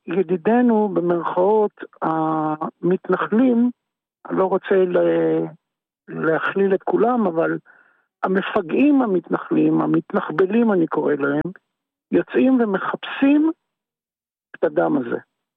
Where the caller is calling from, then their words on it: Central District, Israel; אני מאזור שרון.